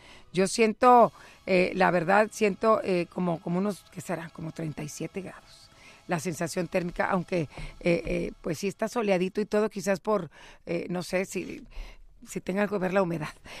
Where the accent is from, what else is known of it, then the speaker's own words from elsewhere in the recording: Mexico; Pero esta es de las pocas cosas que nos une como mexicanos.